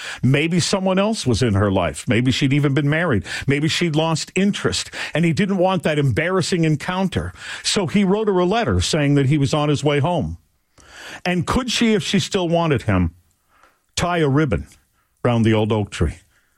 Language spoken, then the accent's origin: English; Gilbert Plains, Manitoba, Canada; also born or lived in Grandview; I always say that I'm from Gilbert Plains, Manitoba, but I wasn't born there. I was born in a town down the road in Manitoba, not far away, called Grandview, Manitoba.